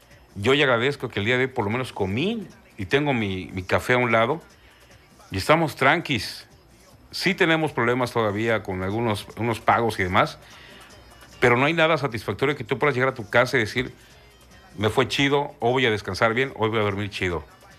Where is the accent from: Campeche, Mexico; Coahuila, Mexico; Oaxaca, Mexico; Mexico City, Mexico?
Campeche, Mexico; nuestros paisanos aquí en Campeche